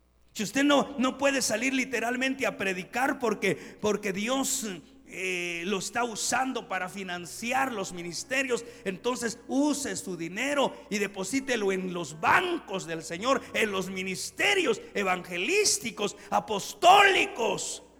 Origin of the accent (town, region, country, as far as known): Guatemala